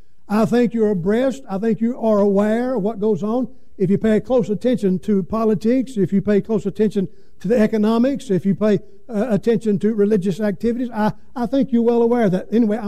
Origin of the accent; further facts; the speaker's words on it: United States; I'm American, but I'm a blood-bought, born-again believer in the Lord Jesus Christ.